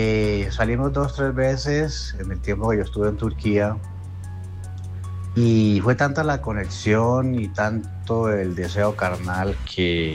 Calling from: Cali, Valle del Cauca, Colombia; Yo soy caleño.

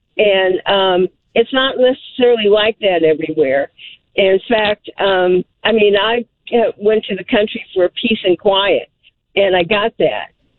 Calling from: Dallas, Texas, United States; Now, I was calling from Dallas, but I live in the country, and I feel perfectly safe

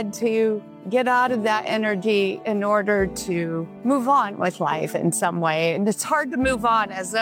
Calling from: southern France, France; Yes, Southern France.

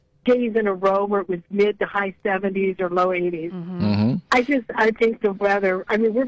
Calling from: Ohio, United States; I had like a Cleveland sticker on my bag, and she goes, are you from Ohio? And I said, yeah.

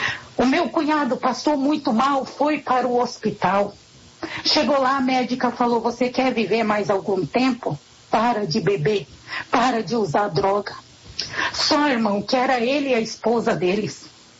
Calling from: Coxim, Mato Grosso do Sul, Brazil; Sou aqui da cidade de Coxim, Mato Grosso do Sul.

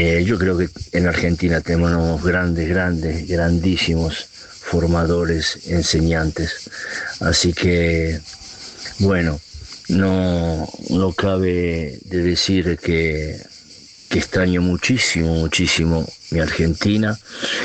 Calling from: Rome, Lazio, Italy; de Roma, provincia de Roma

